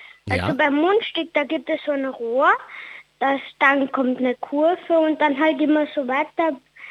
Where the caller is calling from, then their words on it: Großhain, Lower Austria, Austria; Ich bin aus Großhain und bin 8 Jahre alt.